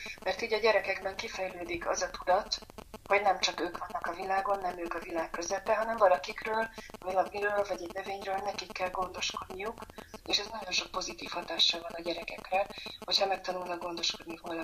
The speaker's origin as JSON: {"language": "Hungarian", "region": "Budapest", "country": "Hungary", "tie": "born or raised there", "said": "Egy budapesti negyedik emeleti lakásban nőttem fel, úgyhogy sajnos nem volt lehetőségem, hogy lovakat tartsak, de mindent kihasználtam, amit lehetett."}